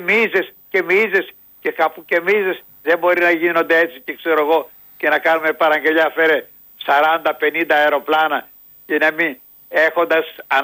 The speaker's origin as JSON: {"language": "Greek", "country": "Greece", "said": "εμείς σαν Έλληνες γνήσιοι, έστω και τα γαρόβλαχοι ακόμη, γνήσιοι"}